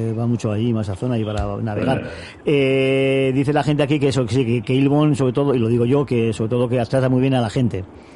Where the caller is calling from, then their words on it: Badajoz, Extremadura, Spain; de Badajoz, que le ha parecido a Monje el Mundial, un abrazo.